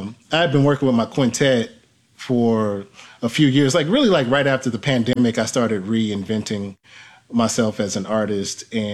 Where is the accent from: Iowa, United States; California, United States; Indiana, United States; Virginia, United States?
Indiana, United States; Gary; now in Indianapolis, United States; in my hometown of Gary